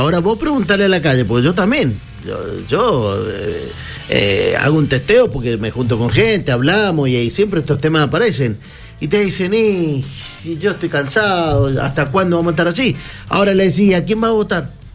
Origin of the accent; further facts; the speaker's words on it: Argentina; yo soy argentino.